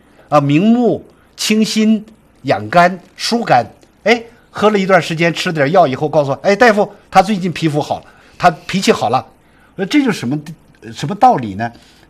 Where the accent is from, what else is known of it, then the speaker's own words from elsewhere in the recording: Xinjiang, China; 特别是我们新疆人呢，吃有的吃奶酪。喜欢吃烤肉。